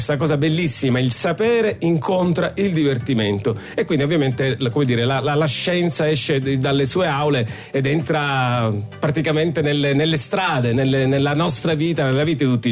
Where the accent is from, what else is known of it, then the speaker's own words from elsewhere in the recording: Palermo, Sicily, Italy; io da palermitano